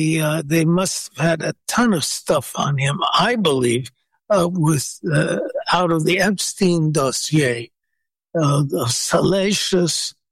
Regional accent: New York, United States; New York, that my hometown

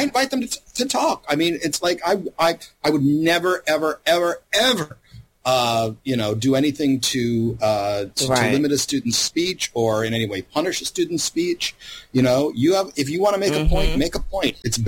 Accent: Louisiana, United States; I grew up mostly in Louisiana.

